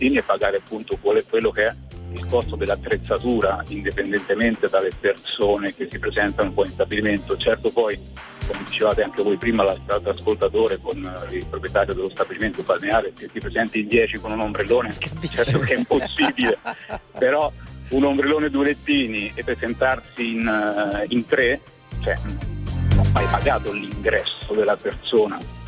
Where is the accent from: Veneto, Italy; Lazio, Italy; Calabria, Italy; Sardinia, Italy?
Lazio, Italy; moved away as an adult; now in Province of Rovigo, Italy; originario della provincia di Viterbo, sono qua al nord ormai da 20 anni